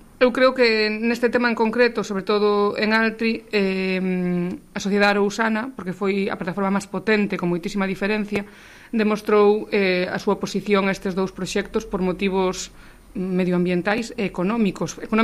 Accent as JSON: {"language": "Galician", "town": "Caldas de Reis", "region": "Galicia", "country": "Spain", "said": "A ver, eu que son de Caldas."}